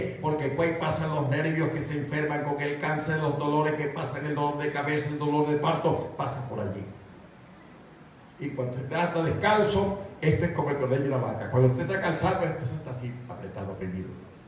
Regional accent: El Salvador; born there; Porque aquí nacimos nosotros en El Salvador.

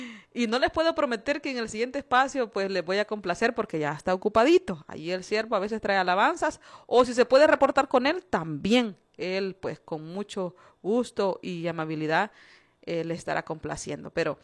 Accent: El Salvador; Saludos especiales acá en nuestro país, El Salvador

